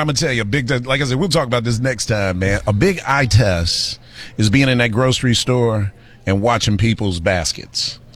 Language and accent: English; Chicago, Illinois, United States